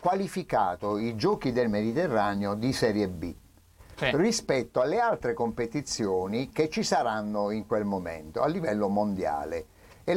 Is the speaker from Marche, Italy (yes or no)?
no; Taranto, Apulia, Italy; Io come Tarantino mi sento offeso da queste parole